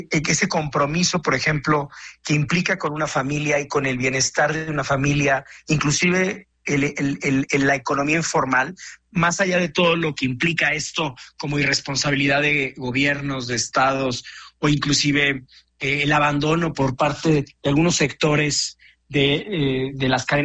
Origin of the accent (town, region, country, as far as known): Mexico